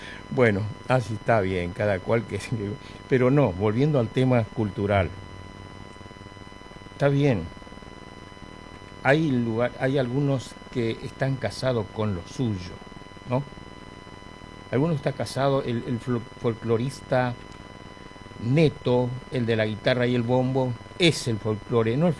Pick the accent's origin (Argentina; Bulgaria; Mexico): Argentina; San Martín, Buenos Aires Province; moved away; Yo me crié en Buenos Aires, en San Martín, hice la secundaria, a los 15 años trabajé en una tornería con unos tanos, que ahí aprendí a hablar italiano, 9 años estuve ahí con los tanos